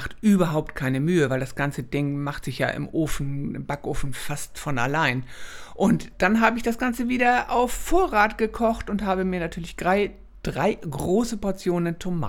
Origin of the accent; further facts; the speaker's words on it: Northern Germany, Germany; sagt man bei uns in Norddeutschland.